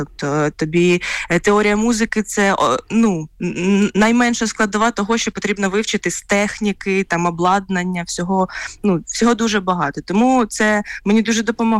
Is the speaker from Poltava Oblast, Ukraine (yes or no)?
yes; Poltava, Poltava Oblast, Ukraine; moved away as an adult; now in Kyiv, Ukraine; Я взагалі, я з Полтави, але навчаюся зараз у Києві.